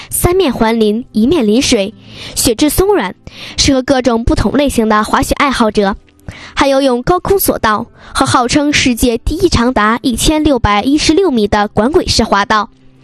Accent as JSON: {"language": "Chinese", "town": "Changchun", "region": "Jilin", "country": "China", "tie": "born or raised there", "said": "我是长春人，我为家乡代言。我的家在长春"}